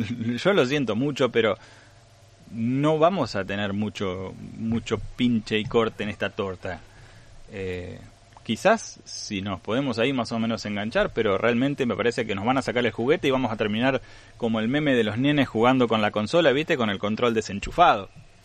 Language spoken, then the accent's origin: Spanish; Argentina; Somos esta Argentina